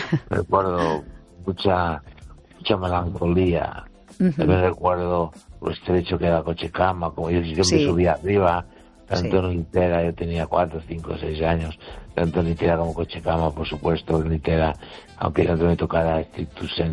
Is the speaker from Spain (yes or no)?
yes; Galicia, Spain; Y mi pueblo está a unos 9 kilómetros 8 de los Peares.